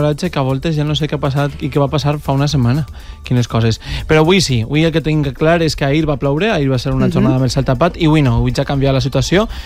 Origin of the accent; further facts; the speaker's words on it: Valencian Community, Spain; al meu poble, al Racó d'Ademús